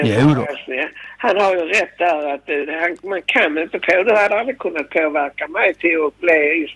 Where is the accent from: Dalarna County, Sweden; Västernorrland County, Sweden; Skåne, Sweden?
Skåne, Sweden; accent: Scanian; Nej, vi är svenskar. Men med skånsk dialekt.